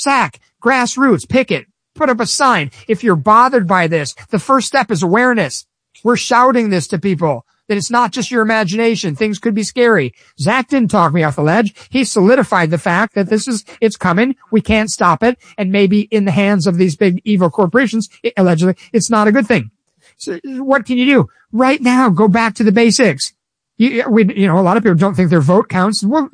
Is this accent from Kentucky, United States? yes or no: no; Chicago, Illinois, United States; bring up the fact that I'm also from Chicago, Illinois?